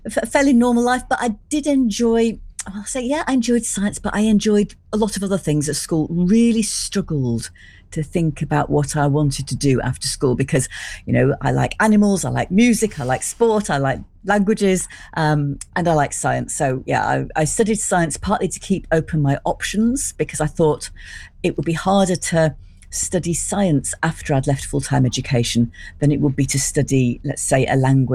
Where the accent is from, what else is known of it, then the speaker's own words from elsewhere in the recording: Sheffield, Yorkshire and the Humber, United Kingdom; Yeah, I grew up in Sheffield.